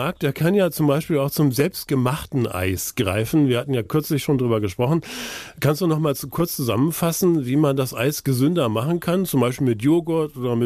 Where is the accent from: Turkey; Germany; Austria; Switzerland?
Germany; Lower Saxony; Ich weiß, wovon ich rede. Ich bin in der Nähe geboren und aufgewachsen.